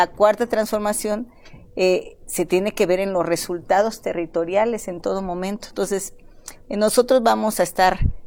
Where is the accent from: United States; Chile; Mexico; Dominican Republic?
Mexico; Guerrero; Fuimos desplazados por la violencia y yo me crié en Tierra Caliente, en la Tierra Caliente.